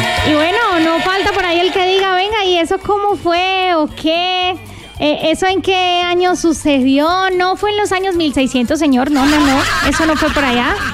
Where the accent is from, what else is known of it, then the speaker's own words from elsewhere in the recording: Colombia; Seguimos celebrando que somos colombianos